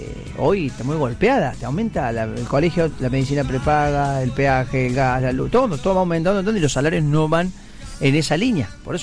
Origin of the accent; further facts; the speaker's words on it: Hernandarias, Entre Ríos, Argentina; en mi pueblo somos 11.000 habitantes, Hernandarias, en Entre Ríos, nos conocemos todos.